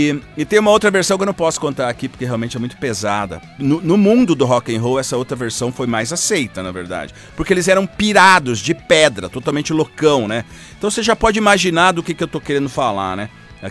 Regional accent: Brazil; a seleção do meu país, que eu amo, adoro, sou brasileiro até embaixo d'água.

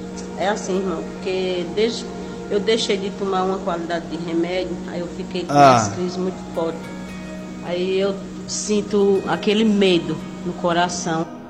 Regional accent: Toritama, Pernambuco, Brazil; Oi, irmão … do bairro Independente. Ah, sou de Toritama.

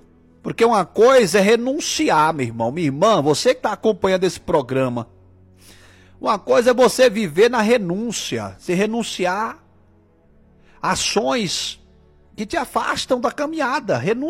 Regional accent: Tocantins, Brazil; eu sou do norte, lá do Tocantins, né? E tem muito dizer do norte diferente.

